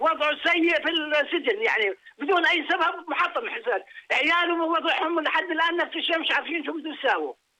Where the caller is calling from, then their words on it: Aqaba, Aqaba Governorate, Jordan; من الأردن في العقبة.